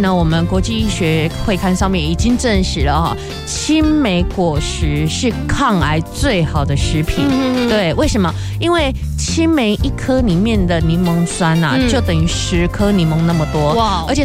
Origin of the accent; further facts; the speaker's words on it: Taiwan; 其实我们台湾人最害怕的是什么？是大肠癌。